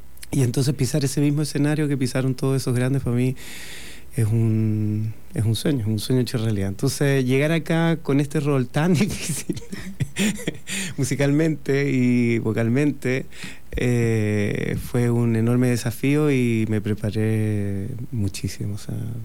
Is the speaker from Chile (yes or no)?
yes; Chile; yo crecí en Chile